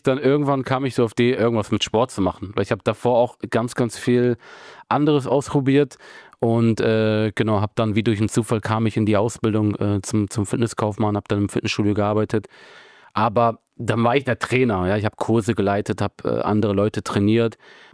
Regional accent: Bremen, Germany; Ich bin hier in Bremen aufgewachsen, war sowieso jeden Tag mit Fußballspielen beschäftigt

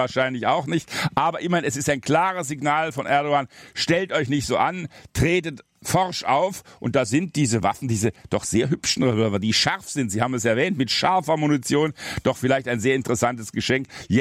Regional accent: Swabia, Germany; Ich als Schwabe habe sofort ein Dutzend erworben.

